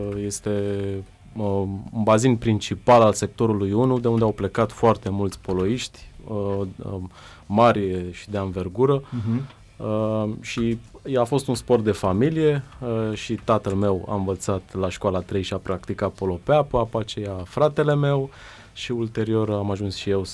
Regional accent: Bucharest, Romania; moved away as an adult; now in Constanța, Romania; Din zona sectorului 1, Basarab. Am crescut la școala numărul 3

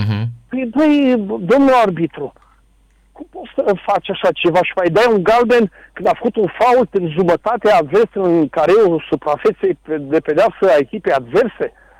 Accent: Romania; sunt și român

